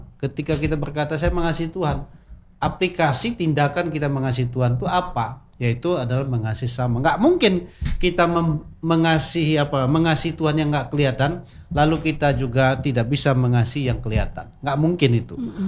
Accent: Bengkulu, Indonesia; Contoh Pak Aditya, kalau saya kalau kami ini merantau nanti ke Jogja, kami berkata kami orang Bengkulu.

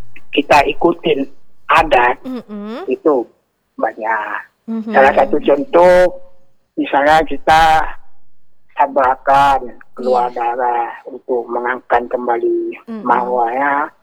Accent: Aceh, Indonesia; Orang kita orang Aceh

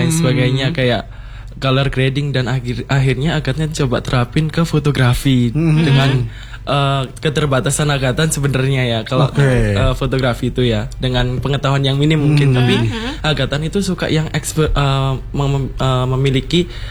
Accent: East Java, Indonesia; Dan saya dari Jawa Timur. Sebenarnya yang dari Jawa Timur itu banyak, tapi salah satunya saya gitu.

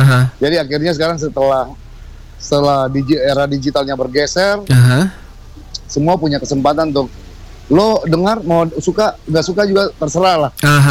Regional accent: Papua, Indonesia; memang ya kita dari Papua tuh memang sudah punya seni itu sudah melekat di pribadi masing-masing, seni dan olahraga ya.

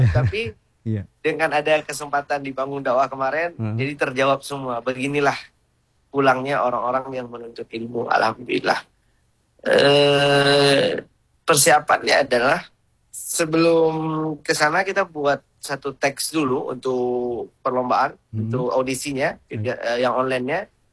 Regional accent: Aceh, Indonesia; Cukup dia tahu saya dari Aceh, dan alhamdulillah mereka mendoakan.

